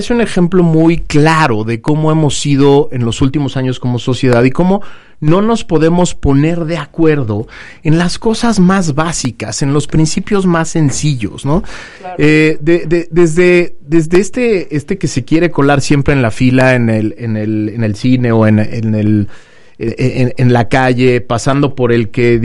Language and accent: Spanish; Mexico